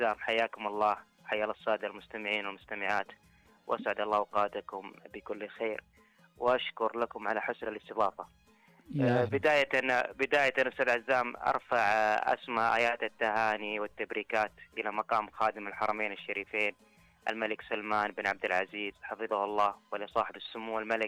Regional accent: Saudi Arabia

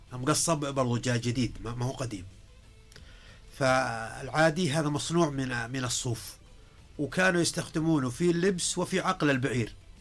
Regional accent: Najd, Saudi Arabia; كان عندنا في نجد

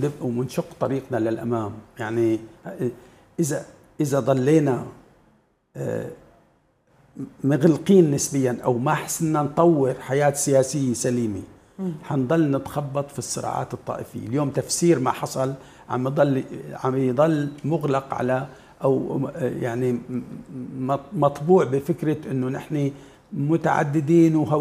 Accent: Syria; نحن ما لنا كسوريين

